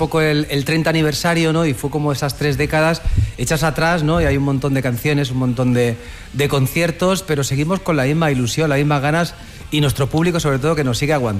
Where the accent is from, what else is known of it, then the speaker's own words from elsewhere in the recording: Madrid, Community of Madrid, Spain; accent: English of Carabanchel; yo tengo el inglés de Carabanchel